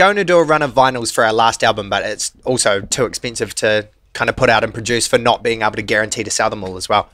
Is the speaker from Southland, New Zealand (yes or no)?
yes; Invercargill, Southland, New Zealand; We grew up together in Invercargill.